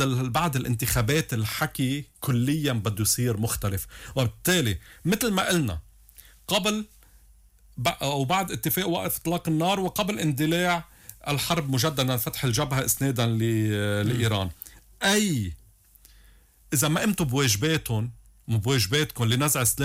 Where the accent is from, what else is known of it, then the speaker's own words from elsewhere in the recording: Lebanon; نحن كلبنانيين